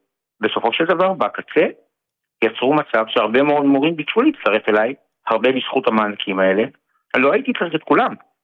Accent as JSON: {"language": "Hebrew", "town": "Kiryat Shmona", "region": "Northern District", "country": "Israel", "tie": "born or raised there", "said": "קריית שמונה, אני נולדתי פה וגדלתי פה."}